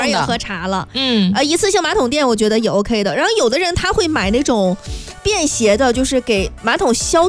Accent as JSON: {"language": "Chinese", "region": "Fujian", "country": "China", "said": "这个真符合我们福建人的风格。"}